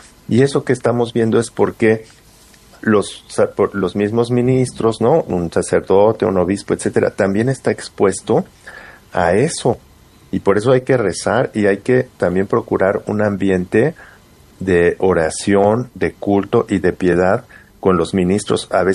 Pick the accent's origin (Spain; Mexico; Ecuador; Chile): Mexico; pero acá en América, en muchos países, sí que he visto que hay, incluso en mi país, en México, mucha superstición.